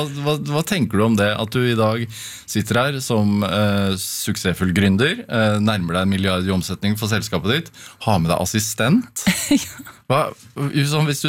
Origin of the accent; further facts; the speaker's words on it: Greåker, Østfold, Norway; Du sier, der vi kommer fra.